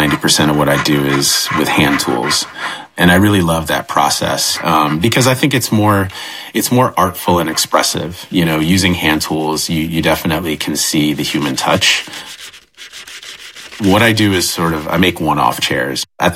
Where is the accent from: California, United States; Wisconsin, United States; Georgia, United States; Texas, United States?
Georgia, United States; Atlanta; growing up in Atlanta, it's a very diverse city.